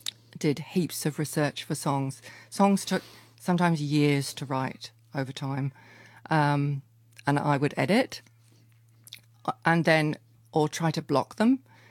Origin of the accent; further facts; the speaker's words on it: Ely, East of England, United Kingdom; moved away as an adult; now in New Zealand; I grew up in England, in rural England, in Ely, Cambridgeshire.